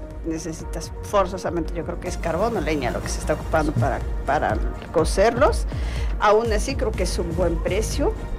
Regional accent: Tehuacán, Puebla, Mexico; aquí somos eloteros desde siempre, bueno, somos la cuna del maíz

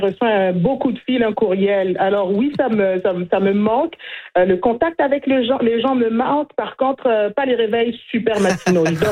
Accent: Manitoba, Canada; ici chez nous au Manitoba.

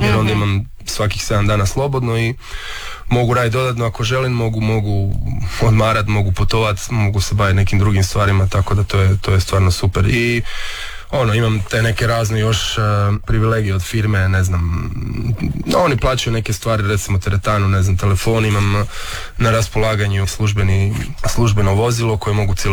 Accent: Rijeka, Primorje-Gorski Kotar County, Croatia; now in Gothenburg, Sweden; i onda iz Zagreba sam treba doći do Rijeke još, ali okay. Jednom kad sam u Zagrebu sam već doma, ono, u glavi.

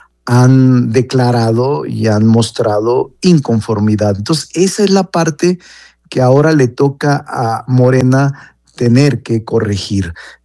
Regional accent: Zacatecas, Mexico; O incluso Zacatecas, mi tierra, hombre, no yendo tan lejos, Carlos, que soy muy sincero y muy franco

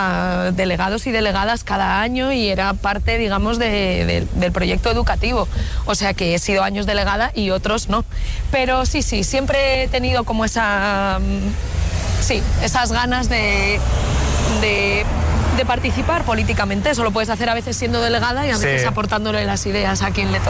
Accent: Madrid, Community of Madrid, Spain; Pues estamos en la calle Santa Irene, en el barrio de La Elipa, que es el primer barrio en el que viví, donde yo nací, donde viví hasta que mis padres ya se cambiaron a Ciudad Lineal.

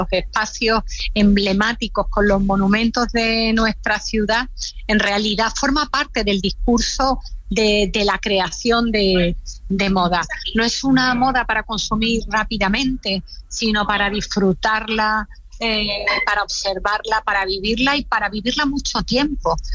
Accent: Málaga, Andalusia, Spain; yo soy de Málaga y soy un poco exagerada.

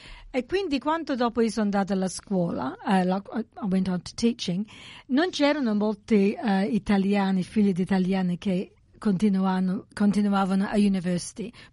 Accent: Australia; non mi piaceva essere italiana at all, ok? Però come Angela, io era naturalized Australian, so in my head sono australiana, non sono italiana, what am I really, you know?

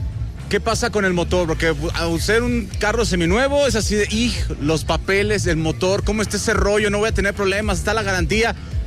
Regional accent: Mexico; Mi querido Domi, como buen mexicano queremos estrenar ya.

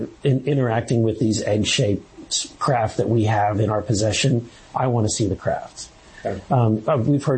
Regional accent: Missouri, United States; I'm from Missouri.

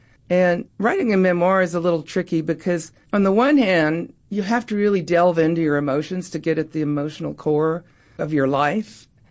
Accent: Oak Ridge, Tennessee, United States; born or raised there

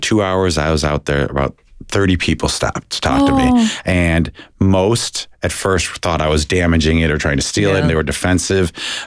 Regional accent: Buffalo, New York, United States; now in New Orleans, United States; I am not originally from New Orleans. I'm from Buffalo, New York.

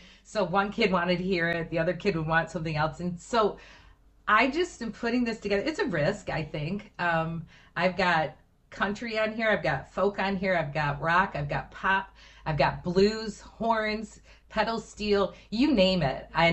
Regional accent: Detroit, Michigan, United States; I was brought up in the Detroit area and I was definitely influenced by R&B songwriters.

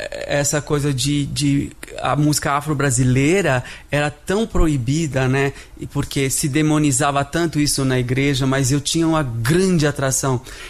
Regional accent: Santo André, São Paulo, Brazil; born there; now in São Paulo, Brazil; Eu nasci em Santo André.

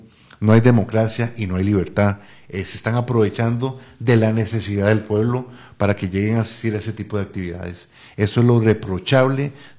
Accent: Costa Rica; como un costarricense le van a decir, no podés, porque andás con un farol que diga, páguele a la caja, o fuera Chávez, o lo que sea, me impidan participar de una actividad tan costarricense, ¿verdad?, como es el desfile de faroles.

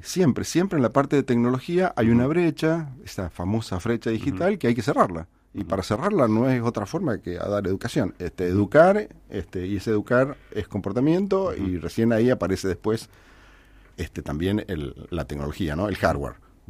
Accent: Mendoza, Argentina; nosotros como comunidad mendocina

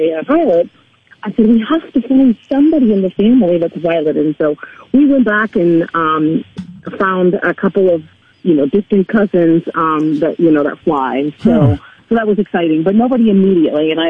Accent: Canary Islands, Spain; also born or lived in mainland Spain; I actually was born and raised in Spain. I had the fortune of being born in a beautiful area with lots of islands. It's called the Canary Islands.

